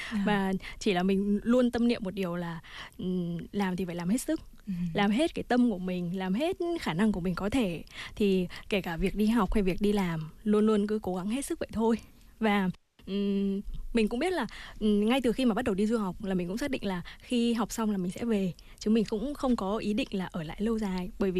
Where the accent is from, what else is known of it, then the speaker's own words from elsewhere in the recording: Haiphong, Vietnam; moved away as an adult; also born or lived in Busan, South Korea; mình sinh ra lớn lên ở Hải Phòng thì cũng là thành phố cảng